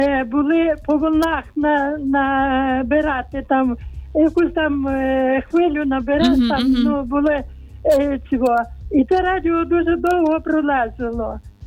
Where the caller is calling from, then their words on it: Rivne Oblast, Ukraine; Я з Рівненщини.